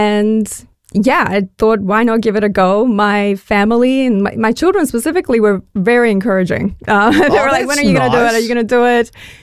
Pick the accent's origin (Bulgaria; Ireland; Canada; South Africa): Bulgaria; now in New Zealand; I'm originally from Bulgaria, and that's a big meat-eating culture.